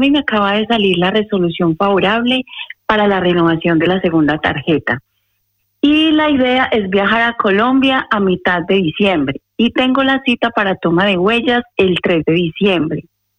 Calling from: Oñati, Basque Country, Spain; de Oñati.

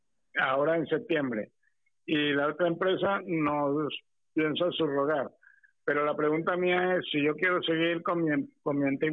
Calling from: Madrid, Community of Madrid, Spain; llamo de Madrid.

